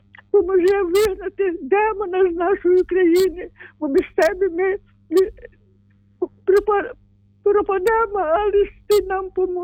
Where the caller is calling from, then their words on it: Rivne, Rivne Oblast, Ukraine; Я з Рівно дзвоню